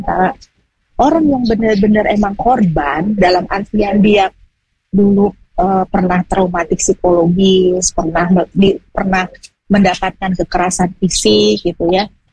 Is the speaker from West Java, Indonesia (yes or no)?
yes; West Java, Indonesia; saya orang Sunda nih ya.